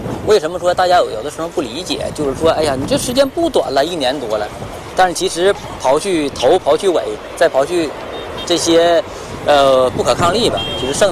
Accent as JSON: {"language": "Chinese", "town": "Jinzhou", "region": "Liaoning", "country": "China", "said": "锦州人。"}